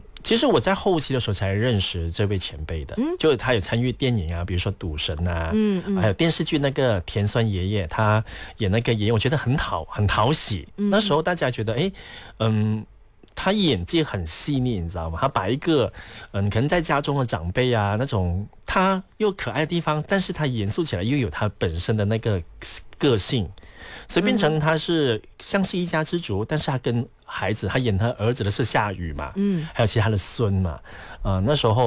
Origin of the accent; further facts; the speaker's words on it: Guangdong, China; accent: Cantonese; 因为我们广东话嘛，佛母黄沙嘛。